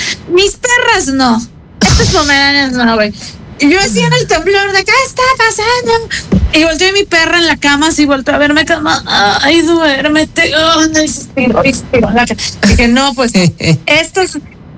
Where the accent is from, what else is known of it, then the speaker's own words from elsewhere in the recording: Mexico City, Mexico; now in Panama; yo vengo de Ciudad de México, que allá tenemos una actividad sísmica considerable.